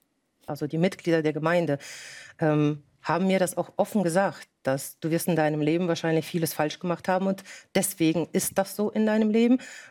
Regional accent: Germany; born there; also born or lived in Russia; Wir sind nach Deutschland ausgewandert, als ich 8 Jahre alt war.

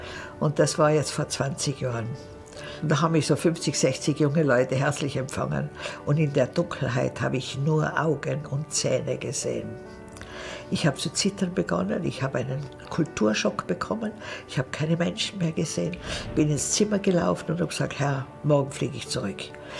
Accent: Austria; moved away as an adult; now in Uganda; ich bin Österreicherin, habe aber jetzt auch eine afrikanische Staatsbürgerschaft von Uganda

